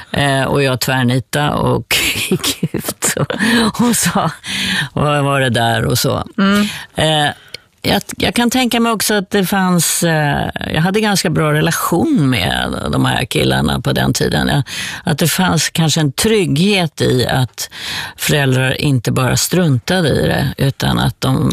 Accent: Sweden; Sen växte jag upp i skärgården på en holme

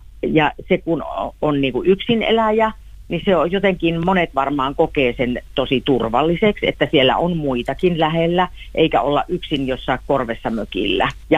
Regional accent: Pieksämäki, South Savo, Finland; minä olen Pieksämäeltä

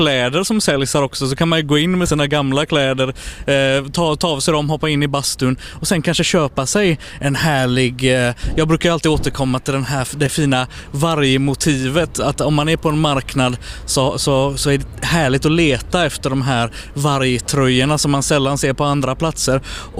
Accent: Gothenburg, Västra Götaland County, Sweden; Jag är från Göteborg.

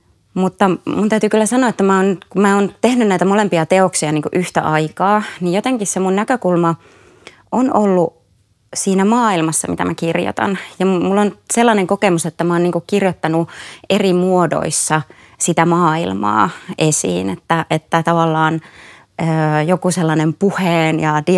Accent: Kainuu, Finland; Ja mä oon itse kotoisin Kainuusta ja se on mulle tuttua, niin kuin tuttua maisemaa.

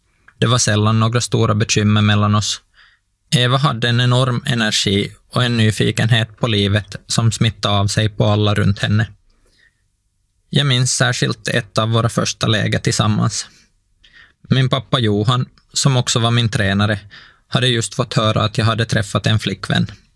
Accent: Parainen, Southwest Finland, Finland; born there

